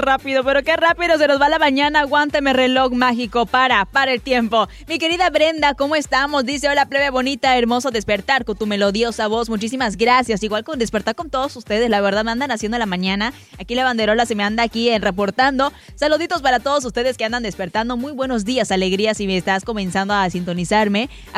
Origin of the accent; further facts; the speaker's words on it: Yucatán, Mexico; La gente yucateca somos bien padres, somos muy, muy buena onda.